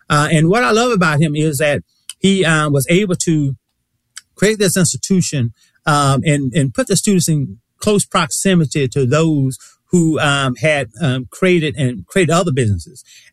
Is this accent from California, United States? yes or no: no; Henderson, North Carolina, United States; now in Durham, United States; my hometown of Henderson, North Carolina.